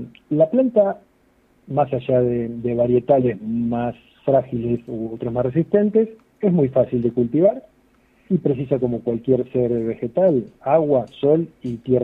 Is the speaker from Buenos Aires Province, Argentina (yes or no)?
yes; Luján, Buenos Aires Province, Argentina; Soy de Luján, Buenos Aires. Venimos actualmente de Pringles